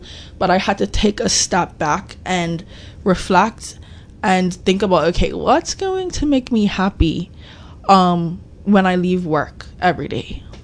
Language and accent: English; Hamilton Parish, Bermuda; But growing up in Shelly Bay area, it's a stables actually right around the corner from my house.